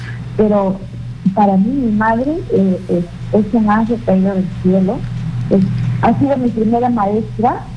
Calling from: Jaén, Cajamarca, Peru

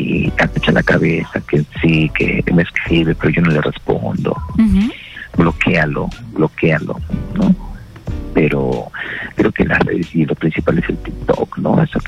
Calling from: Ilo, Moquegua, Peru; Desde Puerto de Hilo.

